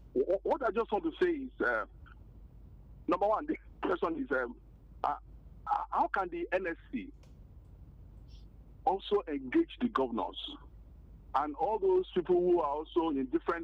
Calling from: Abeokuta, Ogun, Nigeria; I'm calling from Abeokuta.

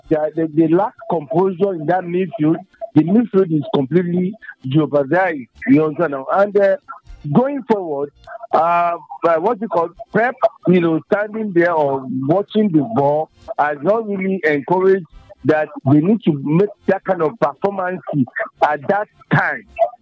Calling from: Nigeria; I'm calling you from Shaga Village.

